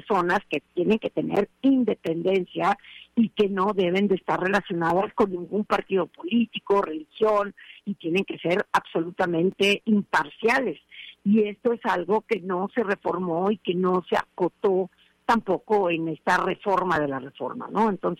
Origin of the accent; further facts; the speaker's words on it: Mexico; estamos en la mejor disposición de trabajar por nuestro México